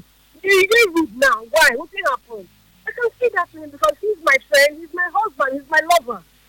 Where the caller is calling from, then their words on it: Port Harcourt, Rivers, Nigeria; I'm calling from Port Harcourt.